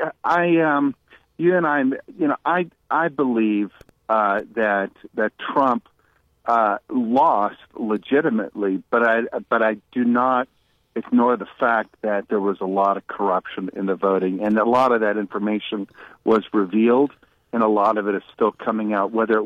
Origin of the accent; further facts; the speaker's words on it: California, United States; You know, listen, man, I'm telling you, I'm from California.